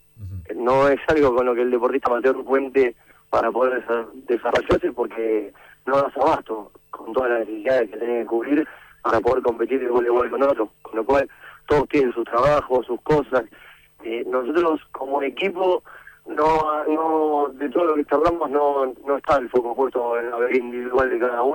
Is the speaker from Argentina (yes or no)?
yes; Argentina; somos Argentina, el argentino por naturaleza es muy exitista, es una realidad.